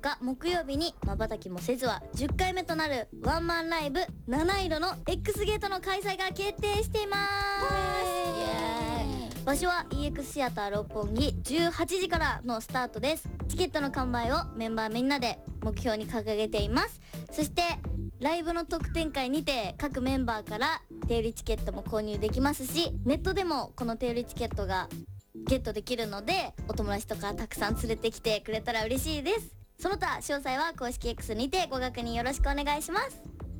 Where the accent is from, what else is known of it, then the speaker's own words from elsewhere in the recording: Shizuoka, Japan; うちら2人はね、…と…は同じ地元で